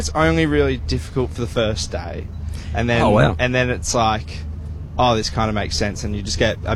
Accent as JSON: {"language": "English", "town": "Sydney", "region": "New South Wales", "country": "Australia", "moved": "as an adult", "lives_now": "Brisbane, Australia", "said": "I'm from Sydney originally."}